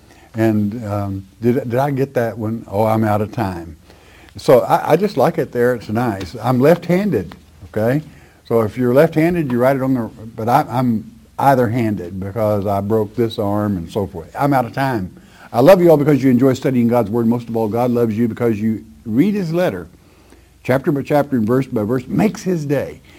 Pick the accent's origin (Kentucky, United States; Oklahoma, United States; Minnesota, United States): Oklahoma, United States; I grew up in what they call Tornado Alley. Born and raised in Oklahoma.